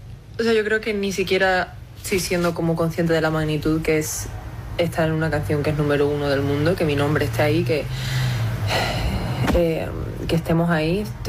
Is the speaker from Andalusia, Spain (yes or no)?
yes; Barbate, Andalusia, Spain; Que soy de Barbate, ¿qué me estás contando?